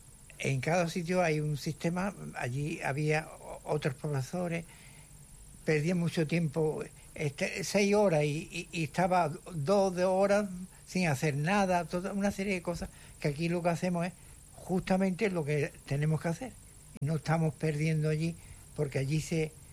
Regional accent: San Roque, Andalusia, Spain; also born or lived in Basque Country; now in Málaga, Spain; Yo soy de San Roque, de un pueblo de Cádiz. Oh. San Roqueño.

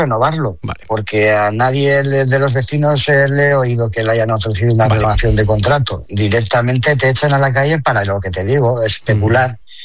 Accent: Erandio, Basque Country, Spain; also born or lived in Algorta; yo en este caso llevo aquí viviendo 8 años, pero soy del municipio de Erandio, nací en Algorta, pero me he criado toda la vida entre Astrabuda y Erandio

